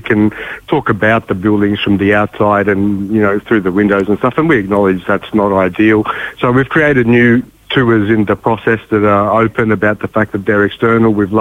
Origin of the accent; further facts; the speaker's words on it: Queensland, Australia; now in Ballarat, Australia; I'm not from Victoria, I'm a Queenslander, and when I arrived in Ballarat